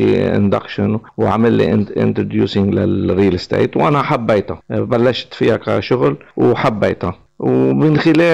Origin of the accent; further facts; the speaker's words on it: Lebanon; now in Merrylands, Australia; أنا مهاجر لبناني، جيت على أستراليا من تقريبا 40 عام،